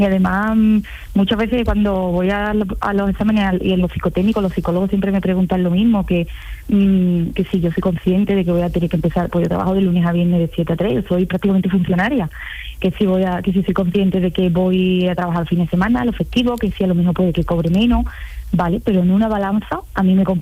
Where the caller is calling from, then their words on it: Andalusia, Spain; yo soy de la Sierra de Cádiz